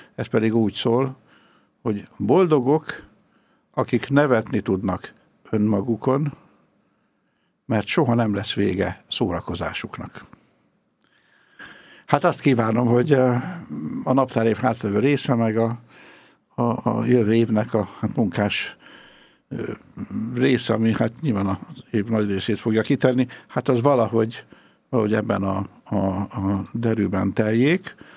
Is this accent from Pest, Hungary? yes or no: yes; Pest, Hungary; én Budakörnyéki sváb gyerek vagyok